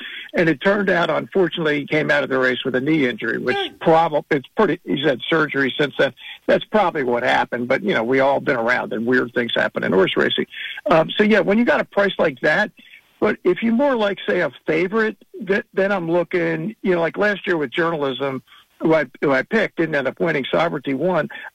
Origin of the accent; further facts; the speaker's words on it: Baltimore, Maryland, United States; I've been to the Preakness more than any others because I grew up in Baltimore.